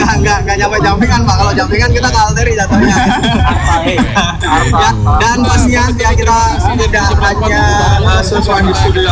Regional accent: Semarang, Central Java, Indonesia; sebagai warga Semarang Selatan ya

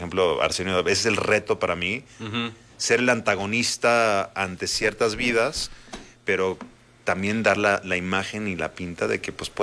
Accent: San Miguel de Allende, Guanajuato, Mexico; born there; No, yo no nací en Estados Unidos. Yo, de hecho, nací en San Miguel de Allende, en Guanajuato.

